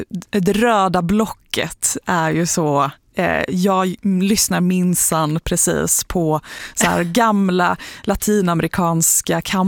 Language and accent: Swedish; Norway; now in Sweden; Jag som norsk